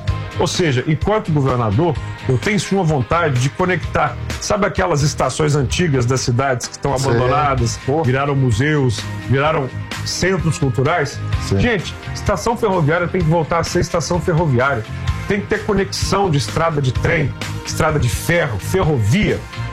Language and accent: Portuguese; Belo Horizonte, Minas Gerais, Brazil; Eu sou belo-horizontino